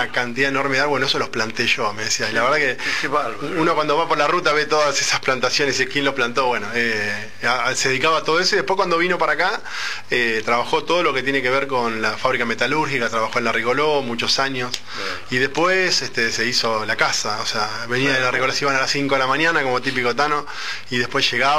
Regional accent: Quilmes, Buenos Aires Province, Argentina; Bueno, nací en Quilmes, en el hospital de Quilmes, justamente.

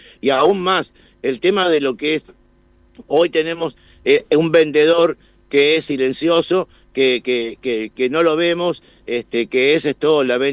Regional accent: Morón, Buenos Aires Province, Argentina; yo soy de Morón, estoy en el conurbano

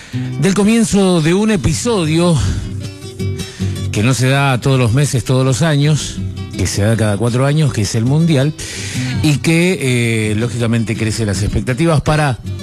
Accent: Argentina; nuestra selección argentina

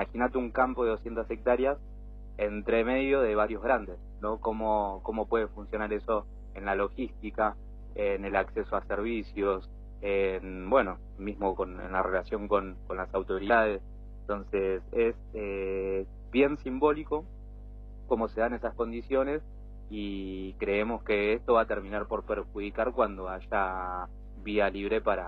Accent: Mar del Plata, Buenos Aires Province, Argentina; Yo soy de Mar del Plata, por ejemplo, la zona de Chapadmalal, pero también recorro los campos de Balcarce, Mechongué, Miramar

